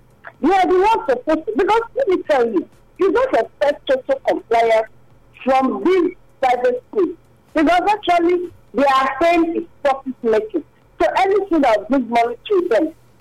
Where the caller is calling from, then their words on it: Benin City, Edo, Nigeria; coming from Benin.